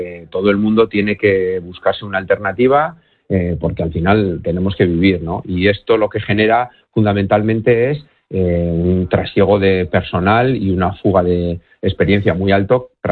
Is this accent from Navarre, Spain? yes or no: yes; Navarre, Spain; una comunidad como Navarra, que somos pioneros en otro montón de cosas